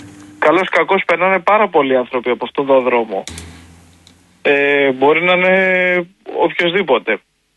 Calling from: Rhodes, South Aegean, Greece; το λέω ως Ροδίτης

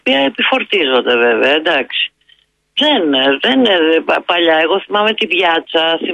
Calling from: Vyronas, Attica, Greece; Θέλαμε να πάρουμε ένα ταξί να γυρίσουμε σπίτι μας στο Βύρονα.

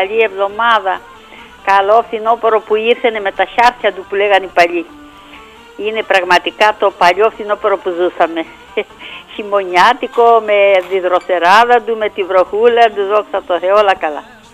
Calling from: Crete, Greece

